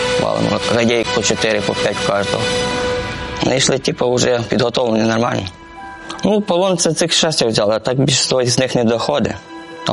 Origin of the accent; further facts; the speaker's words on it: Zastavna, Chernivtsi Oblast, Ukraine; Сам з Чернівецької області, місто Заставна.